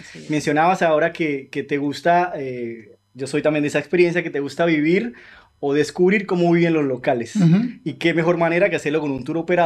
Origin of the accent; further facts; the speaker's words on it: Colombia; como colombiano que soy